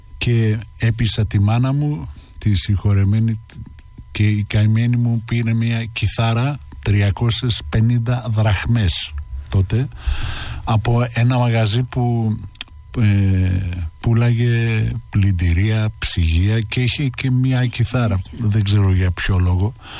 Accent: Thessaloniki, Central Macedonia, Greece; εγώ μεγάλωσα στην Επτάλοφο στην Θεσσαλονίκη, στους Αμπελόκηπους, που ήταν μια παρακατιανή συνοικία

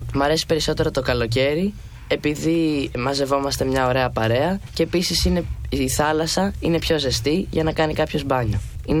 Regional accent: Karystos, Central Greece, Greece; εμένα μου αρέσει το χωριό μου που βρίσκεται στην Νότια Εύβοια, η Κάριστος. Είναι μια υπέροχη κομμόπολη με πάρα πολλές παραλίες και πάρα πολύ πράσινο.

